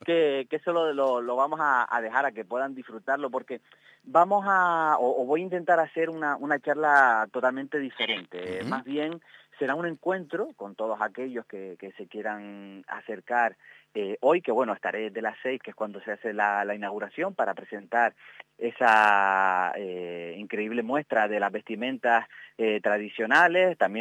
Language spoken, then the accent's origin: Spanish; Canary Islands, Spain